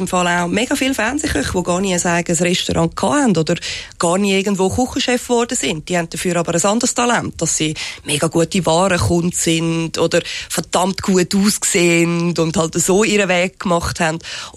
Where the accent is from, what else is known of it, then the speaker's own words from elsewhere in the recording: Switzerland; accent: Swiss German; first language Swiss German; Aber es ist auch jetzt gerade für mich unheimlich entspannend, Schweizerdeutsch zu reden. Weil das ist meine Muttersprache und nicht Hochdeutsch. Und das Schlimme ist halt einfach, ich bin in Deutschland immer ein Ausländer und in der Schweiz mittlerweile der Fremdgeher.